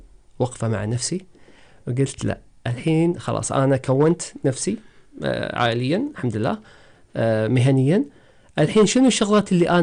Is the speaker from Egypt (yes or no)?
no; Kuwait; أولا كوني شخص كويتي، شاب كويتي، طبعا ولدت وتربيت في مجتمع نحب الحركة من وإحنا صغار.